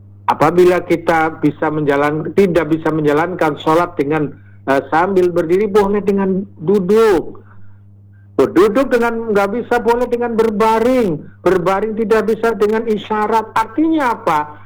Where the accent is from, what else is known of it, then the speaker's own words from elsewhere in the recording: Cirebon, West Java, Indonesia; kalau kita orang Cirebon menyebutnya dengkul